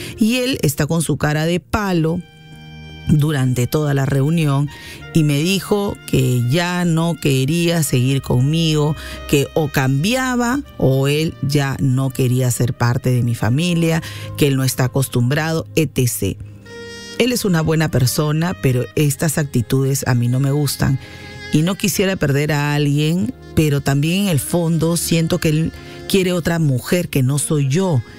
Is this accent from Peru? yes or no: yes; Callao, Peru; yo soy del Callao